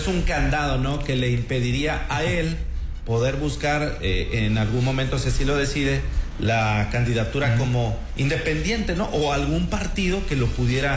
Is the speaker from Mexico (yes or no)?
yes; Mexico; como mexicano 100% aspirar a la gubernatura